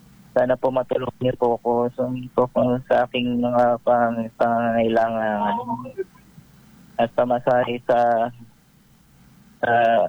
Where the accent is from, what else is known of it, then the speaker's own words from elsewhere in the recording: Puerto Princesa, Mimaropa, Philippines; now in Antipolo, Philippines; Sa taga Puerto Princesa po rin po.